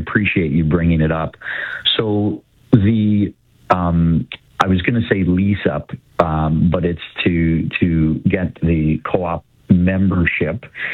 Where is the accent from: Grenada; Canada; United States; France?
Canada; Niagara, Ontario; someone who was born and raised in Niagara to participate with all of these great partners and bring some of the real housing solutions for affordability to our community here in Niagara.